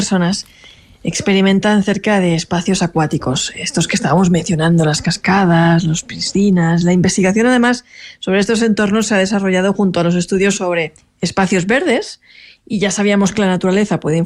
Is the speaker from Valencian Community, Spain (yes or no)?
yes; Alicante, Valencian Community, Spain; O sea, yo, por ejemplo, que soy del Mediterráneo, de Alicante, yo cuando voy a la playa siempre me gusta situarme en una zona donde el agua rompe contra unas roquitas